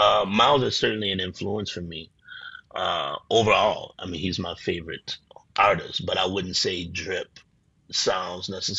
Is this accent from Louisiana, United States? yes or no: yes; New Orleans, Louisiana, United States; and growing up in New Orleans, too